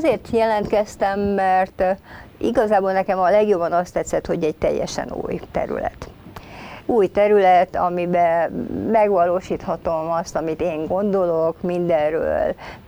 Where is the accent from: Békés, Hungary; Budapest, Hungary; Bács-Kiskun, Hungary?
Budapest, Hungary; én tényleg a belvárosban, Manács-téri házakban nevelkedtem